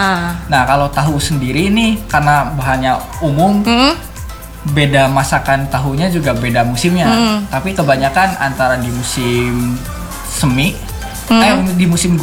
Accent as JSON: {"language": "Indonesian", "town": "Cianjur", "region": "West Java", "country": "Indonesia", "said": "Aku dari Cianjur kan, terkenal belutnya."}